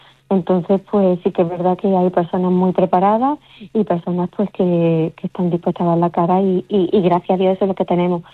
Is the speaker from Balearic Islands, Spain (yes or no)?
no; Salobreña, Andalusia, Spain